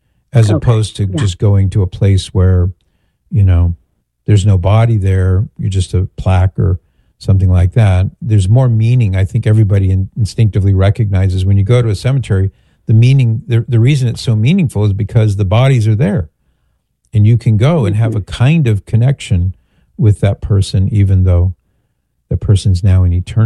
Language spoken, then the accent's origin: English; California, United States